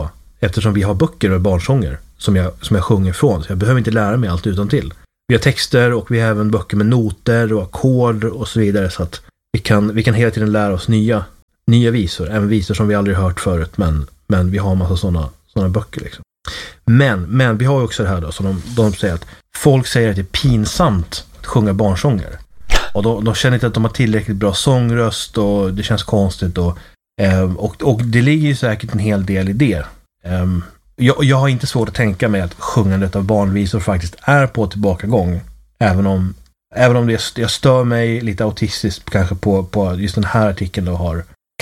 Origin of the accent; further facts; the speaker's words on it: Sweden; Det är inte helt lätt att relatera till som svensk då